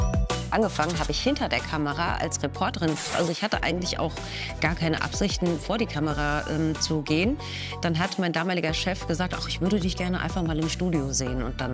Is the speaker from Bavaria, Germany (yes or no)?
no; Marburg-Biedenkopf district, Hesse, Germany; also born or lived in Dillenburg; Also geboren bin ich in Dillenburg, also in Mittelhessen. Aufgewachsen bin ich aber im Kreis Marburg-Biedenkopf. Das mittelhessische Hinterland ist meine Heimat.